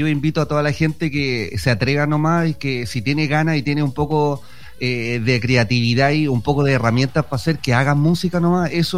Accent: Valparaíso, Chile; now in southern Chile; saludo a toda la gente de Valparaíso, que yo soy de allá, de Playa Ancha, así que criado allá de Playa Anchino, así que un abrazo gigante acá del sur.

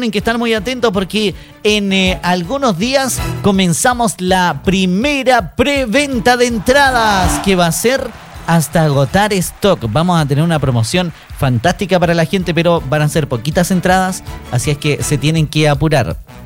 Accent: Chile; nos golpea a todos como chilenos

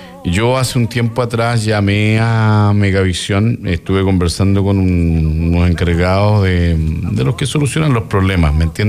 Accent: Chile; somos todos chilenos

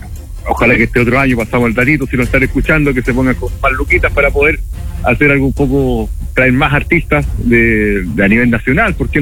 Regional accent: Villa Prat, Maule, Chile

